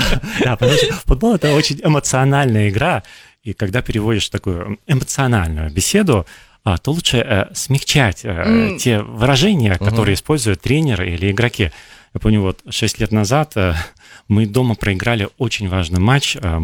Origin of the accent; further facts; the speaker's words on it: Yekaterinburg, Sverdlovsk Oblast, Russia; Я родился и вырос в Екатеринбурге. Закончил здесь 70-ю английскую школу, где мы учили английский с первого класса.